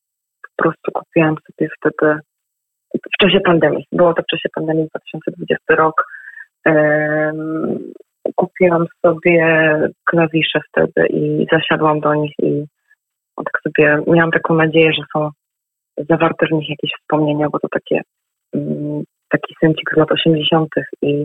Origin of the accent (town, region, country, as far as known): Pomeranian Voivodeship, Poland